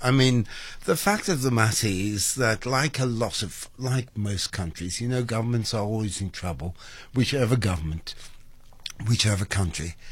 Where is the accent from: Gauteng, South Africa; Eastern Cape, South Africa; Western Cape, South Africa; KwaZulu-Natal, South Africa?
Western Cape, South Africa; Cape Town; moved away as an adult; also born or lived in England; I grew up in St. Phillips in Cape Town, here in Chapel Street, District 6